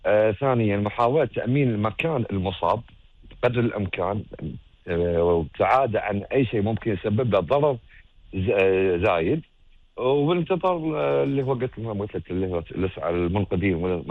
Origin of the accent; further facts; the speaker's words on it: Kuwait; احنا نحب البحر ككويتيين.